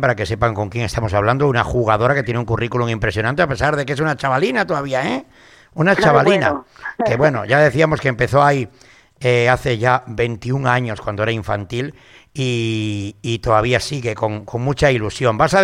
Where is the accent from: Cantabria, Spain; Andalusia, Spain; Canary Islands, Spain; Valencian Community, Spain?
Cantabria, Spain; Casar de Periedo; Mira que Mazcuerra es igual que mi pueblo Casar.